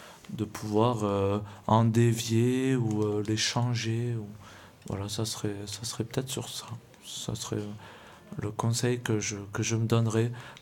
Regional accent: France; moved away as an adult; quand j'étais en France. Enfin, j'étais pas... Comme j'étais chez moi, dans ma ville natale

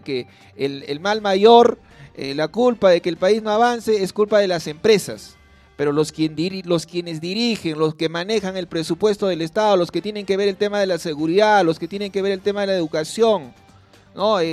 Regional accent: Peru; me da mucha alegría como peruano

